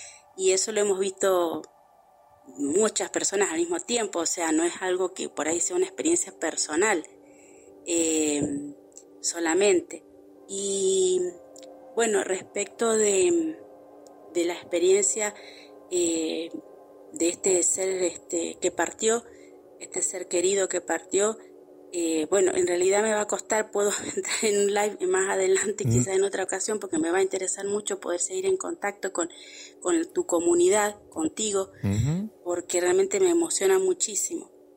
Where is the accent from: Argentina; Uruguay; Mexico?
Argentina; Mendoza